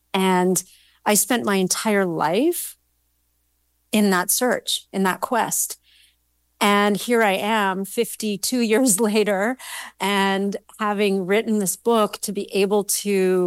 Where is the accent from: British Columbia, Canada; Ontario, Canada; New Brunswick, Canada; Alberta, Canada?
Alberta, Canada; Calgary; As you said, I was born and raised in Calgary in the mid 70s and 80s. So back then it was a very different city.